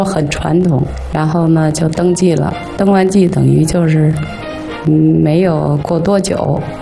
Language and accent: Chinese; Beijing, China; 我是老北京人。